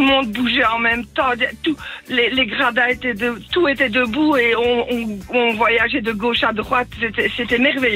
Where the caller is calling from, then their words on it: Saint-Georges-sur-Meuse, Wallonia, Belgium; accent: Liège; Je suis de la campagne, pas de Liège centre.